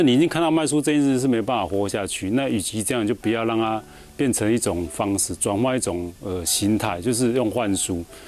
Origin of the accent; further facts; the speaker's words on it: Sanchong, New Taipei, Taiwan; moved away as an adult; now in Hsinchu, Taiwan; 其实我老家在三重，但是我不喜欢住台北